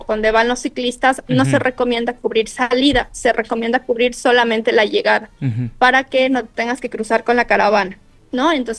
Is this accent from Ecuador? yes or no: yes; Ecuador; now in Spain; yo no vivo en mi país Ecuador. Sin embargo, como estoy aquí, yo tengo ya mi residencia